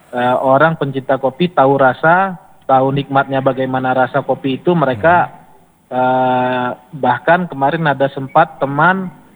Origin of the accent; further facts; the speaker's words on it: Aceh, Indonesia; dari negeri kita, Gayo